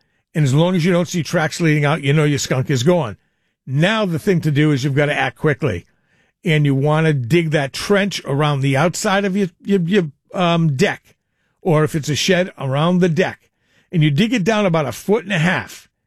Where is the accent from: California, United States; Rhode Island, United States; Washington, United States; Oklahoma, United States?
Rhode Island, United States; East Providence; My hometown, East Providence, I'm always proud of it.